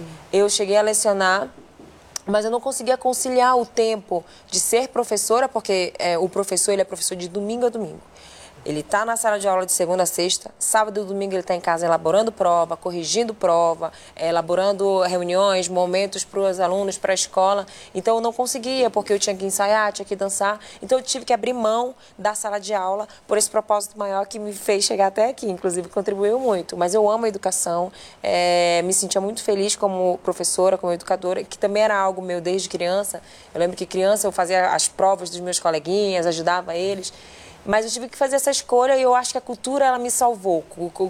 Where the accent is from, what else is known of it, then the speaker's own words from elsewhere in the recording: Manaus, Amazonas, Brazil; born there; Eu nasci em Manaus